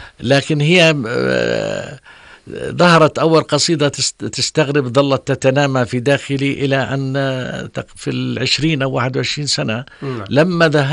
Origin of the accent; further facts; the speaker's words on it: Jordan; also born or lived in Saudi Arabia; عندنا في الأردن